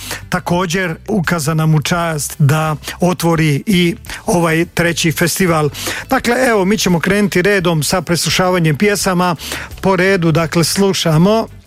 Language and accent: Croatian; Bosnia & Herzegovina; ili Svetom Anti, kak se kod nas u Bosni kaže.